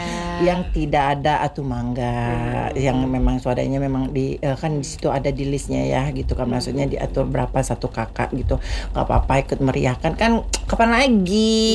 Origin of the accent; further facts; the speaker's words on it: West Java, Indonesia; kita orang Sunda ya, Jawa Barat